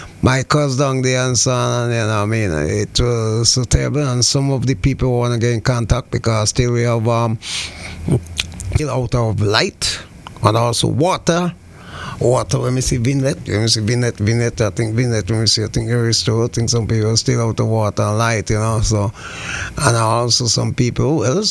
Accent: St. Vincent & Grenadines; moved away; all my family down there in St. Vincent and the Grenadines.

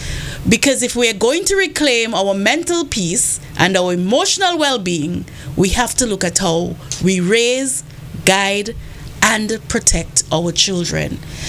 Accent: Montserrat; now in Antigua and Barbuda; not forgetting my hometown, Montserrat

